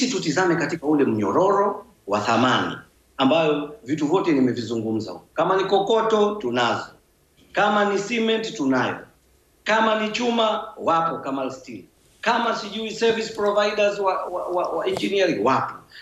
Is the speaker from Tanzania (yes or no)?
yes; Tanzania